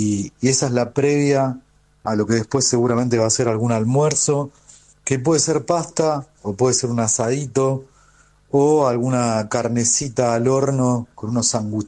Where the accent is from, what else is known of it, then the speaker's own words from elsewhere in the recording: Lomas del Mirador, Buenos Aires Province, Argentina; Yo soy de La Matanza, de Zona Oeste, y acá en mi barrio, Lomas del Mirador